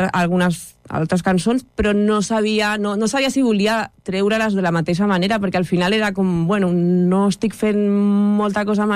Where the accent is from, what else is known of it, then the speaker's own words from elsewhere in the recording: Ripollet, Catalonia, Spain; jo soc de Ripollet i no em moure de Ripollet.